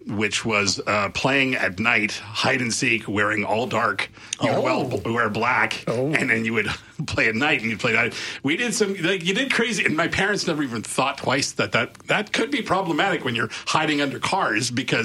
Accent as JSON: {"language": "English", "town": "Montreal", "region": "Quebec", "country": "Canada", "tie": "born or raised there", "said": "I grew up in Montreal, and we played street hockey like religiously all the time."}